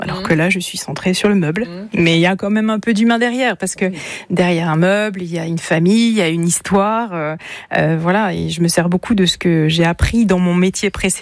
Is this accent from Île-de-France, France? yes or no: no; Cholet, Pays de la Loire, France; moved away; Alors moi je venais de la région de Cholet, dans le Maine-et-Loire.